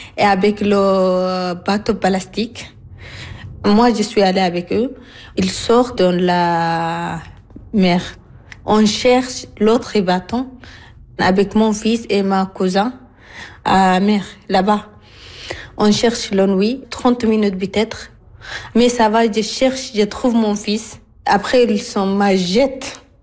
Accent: Sudan; French is a second language; moved away as an adult; also born or lived in Libya; j'ai 33 ans, je viens du Soudan, je suis allée à Libye, après on continue jusqu'à Italie.

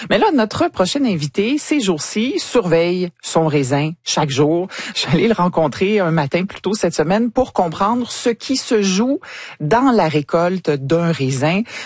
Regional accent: Quebec, Canada; il y a encore toutes sortes de fruits et légumes qui sont récoltés chez nous au Québec.

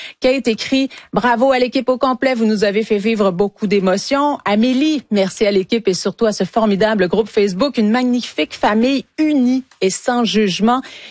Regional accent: Lac-Saint-Jean, Quebec, Canada; j'ai grandi au Lac-Saint-Jean.

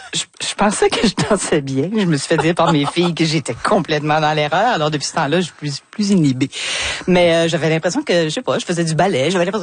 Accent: Quebec, Canada; Je viens des cantons de l'Est, hein, je pense oui. que ça paraît.

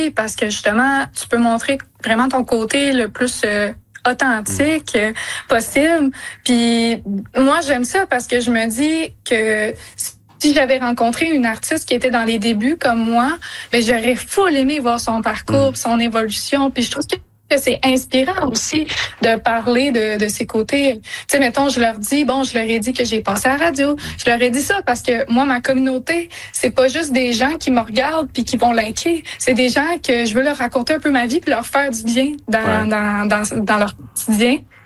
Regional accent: Quebec, Canada

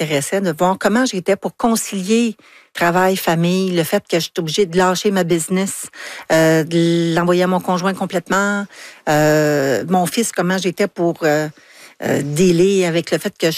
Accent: Anjou, Quebec, Canada; C'était chez nous, mon patelin, les gens que je connaissais, les organismes que je connaissais, que je savais que je pouvais faire une différence.

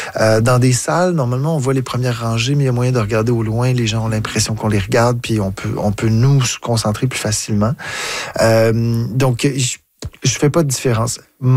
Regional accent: Ottawa, Ontario, Canada; J'ai grandi à Ottawa et j'ai vu les Franco-Ontariens se battre pour garder un hôpital francophone

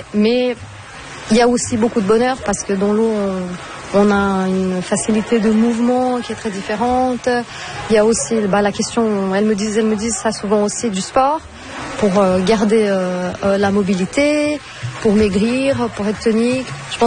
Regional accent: Brazil; Moi, je suis brésilienne hein, à la base, donc quand je pense à l'Amazone

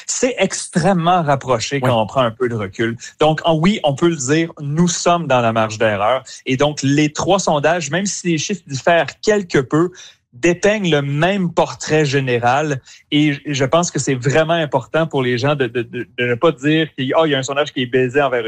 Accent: Quebec City, Quebec, Canada; now in Montreal, Canada; moi aussi, j'ai grandi à Québec et je sais que c'est un microcosme, Québec, par rapport au reste de la province.

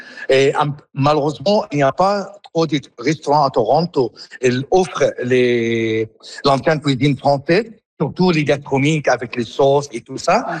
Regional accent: France; Pour moi personnel, comme j'ai grandi en France, j'adore les foie gras parfaits.

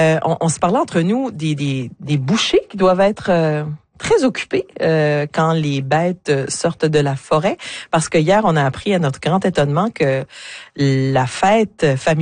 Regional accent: New Brunswick, Canada; Puis, je sais pas, pour vous, moi, j'ai grandi au Nouveau-Brunswick.

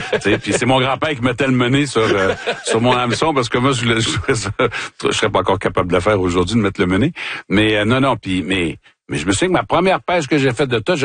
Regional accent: Sorel, Quebec, Canada; Oui, parce que moi j'ai grandi à Sorel, puis c'est un endroit où je me sentais pas toujours bien

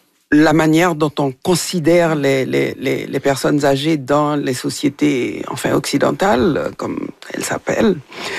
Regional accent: Haiti; moved away; Ça fait longtemps que j'ai quitté Haïti.

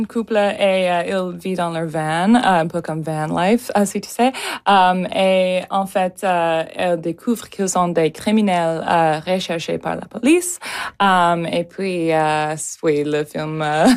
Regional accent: Vancouver, British Columbia, Canada; Oui, je suis née à Vancouver et j'ai vécu à Vancouver, en Colombie-Britannique, toute ma vie.

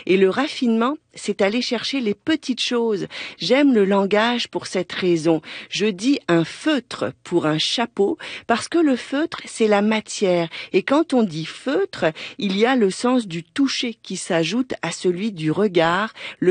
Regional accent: Quebec, Canada; chez nous, au Québec

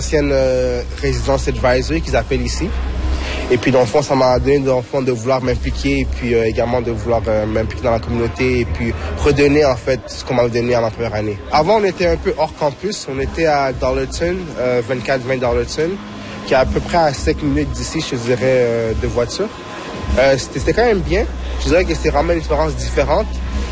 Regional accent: Montreal, Quebec, Canada; moved away as an adult; now in Vancouver, Canada; moi je viens de Montréal, quand je viens de Montréal

